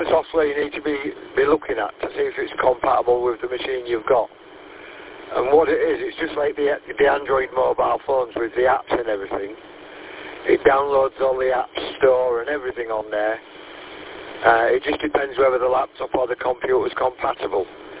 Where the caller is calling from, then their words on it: Banbury, South East England, United Kingdom; I'm in Banbury in Oxfordshire